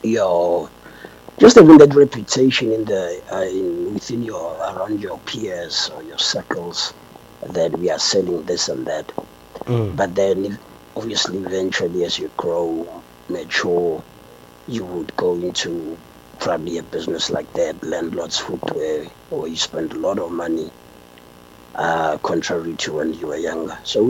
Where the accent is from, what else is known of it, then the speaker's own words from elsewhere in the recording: Gauteng, South Africa; also born or lived in Limpopo; I'm a Gauteng individual. I'm not really from Limpopo. So I came back home.